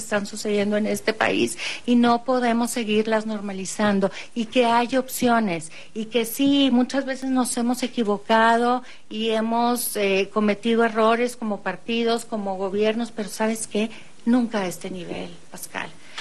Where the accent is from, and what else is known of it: Chihuahua, Mexico